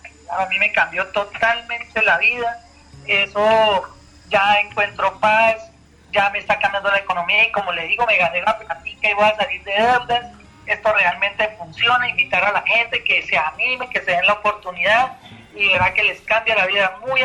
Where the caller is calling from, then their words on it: Honda, Tolima, Colombia; Estoy llamando de Onda Tolima.